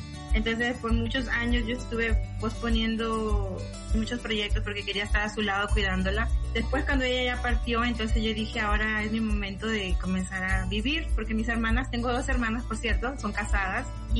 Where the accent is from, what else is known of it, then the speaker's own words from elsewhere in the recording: Piura, Peru; moved away as an adult; now in India; yo pues soy del norte, de Piura